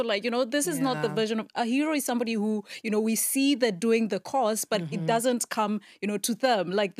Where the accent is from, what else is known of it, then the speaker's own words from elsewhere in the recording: Kenya; And I am a runner because I'm Kenyan.